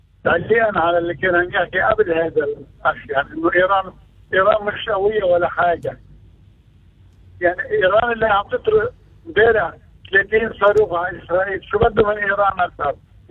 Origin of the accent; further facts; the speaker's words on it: Lebanon; هلا دولتنا اللبنانية